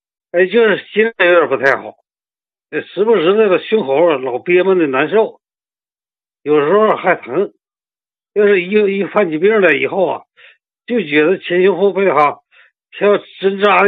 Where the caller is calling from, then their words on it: Beijing, China; 我是北京朝阳区的一个患者吧，